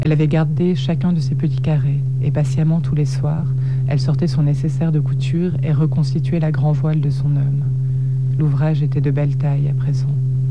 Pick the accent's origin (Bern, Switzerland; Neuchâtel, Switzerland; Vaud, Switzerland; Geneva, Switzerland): Geneva, Switzerland; born there; Je suis née au Paquis et ça parle de ce quartier, de ce que j'y voyais, de ce que j'aimais y voir et de ce que j'aimais y inventer.